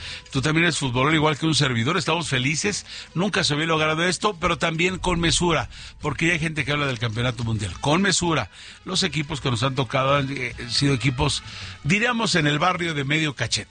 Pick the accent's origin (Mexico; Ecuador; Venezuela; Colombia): Mexico; siempre anda a la casa de saber el pulso de cómo somos los mexicanos, cómo somos de relajientos.